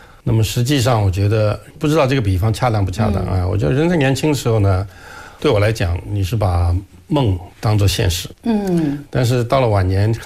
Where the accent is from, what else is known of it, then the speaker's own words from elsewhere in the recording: Shanghai, China; 因为我出生在上海嘛，就像您刚才讲的。一直也没有离开过